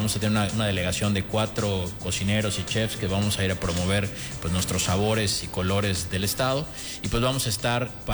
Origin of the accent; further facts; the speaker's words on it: Yucatán, Mexico; tanto los portugueses como los yucatecos utilizamos muchos ingredientes similares